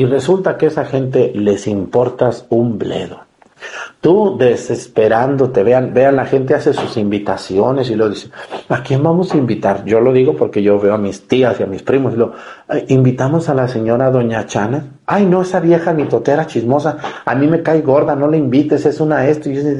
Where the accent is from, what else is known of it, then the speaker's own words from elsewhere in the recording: Mexticacán, Jalisco, Mexico; Cuando en mi pueblo, en Mesticacán, inauguramos la Virgen del Carmen